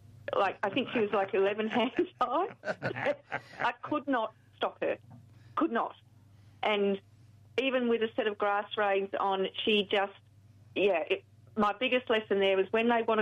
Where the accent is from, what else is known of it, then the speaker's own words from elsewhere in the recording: Australia; And as an Australian